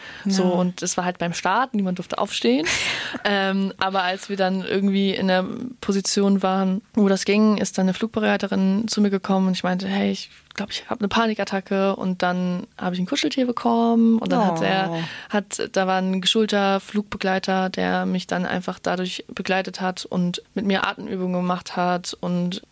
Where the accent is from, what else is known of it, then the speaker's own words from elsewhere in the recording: Hamburg, Germany; das erste Mal, wo ich wirklich den Sommer über nicht in meiner Heimatstadt war, echt? Also in Hamburg.